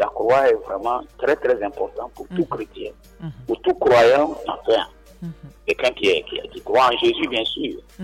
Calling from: Dabou, Lagunes, Côte d’Ivoire; je suis de Dabou, la paroisse Sacré-Cœur de Bonne.

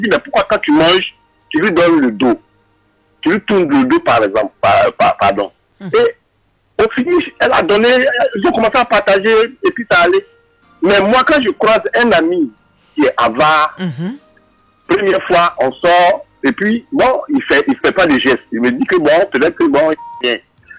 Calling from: Abidjan, Côte d’Ivoire; Je suis même à Cocody.

